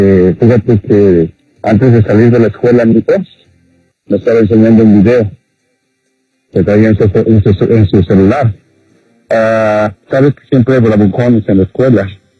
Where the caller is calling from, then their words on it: Florida, United States; Buenos días, Andreina, de aquí de la Florida, exactamente de Beauvin.